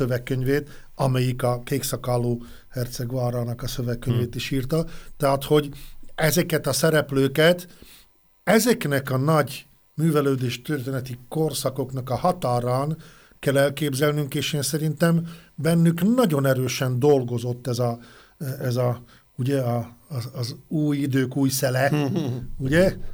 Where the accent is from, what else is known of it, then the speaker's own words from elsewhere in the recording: Hungary; accent: Palóc; Kezdjük azon, hogy én most milyen nyelven beszélem ezt a néhány mondatot. Hogy én palócosan beszélek